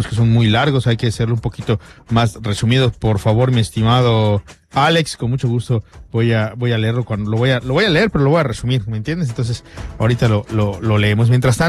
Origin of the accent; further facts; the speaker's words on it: Yucatán, Mexico; pues es esta situación que como yucatecos debemos priorizar